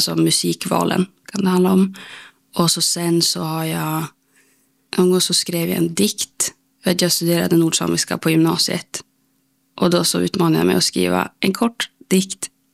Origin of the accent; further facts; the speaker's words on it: Skellefteå, Västerbotten County, Sweden; moved away as an adult; now in Umeå, Sweden; när jag växte upp i Skellefteå så tyckte jag att det var en väldigt liten stad. Och det var väldigt mycket så här, det kändes typ stundvis väldigt instängt. Och så här, alla känner alla